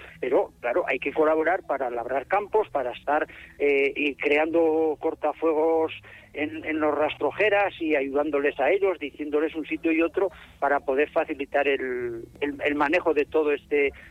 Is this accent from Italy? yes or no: no; Luesa, Aragon, Spain